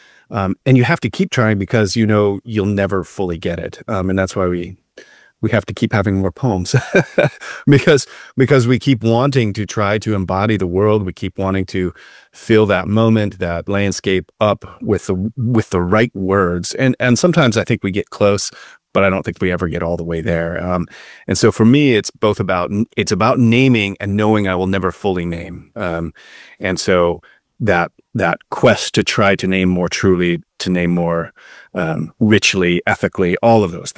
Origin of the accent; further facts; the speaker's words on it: Montana, United States; my own growing up in Montana.